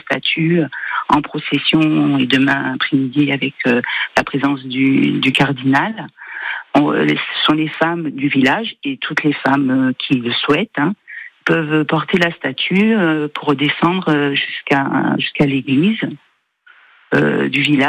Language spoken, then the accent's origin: French; Ajaccio, Corsica, France; moi-même je viens d'Ajaccio, donc en général le 7 et le 8 septembre, on se retrouve tous au village.